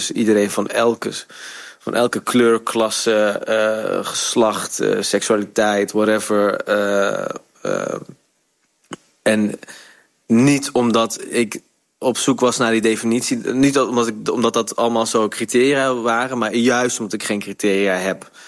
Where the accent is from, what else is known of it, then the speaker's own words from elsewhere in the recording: North Brabant, Netherlands; accent: Brabantse G; hoor ik nog steeds wel de Brabantse G er af en toe tussendoor zo komen. En de 7 zeg ik ook nog steeds.